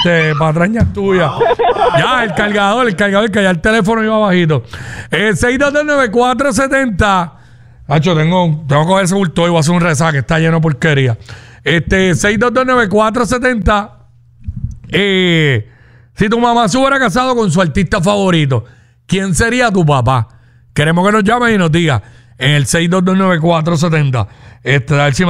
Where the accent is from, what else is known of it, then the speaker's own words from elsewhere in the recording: Venezuela; now in Puerto Rico; ¡Ay, yo soy venezolano!